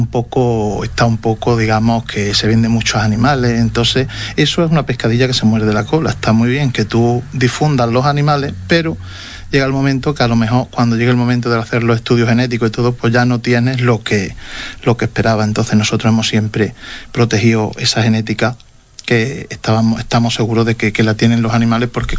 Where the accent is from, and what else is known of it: Spain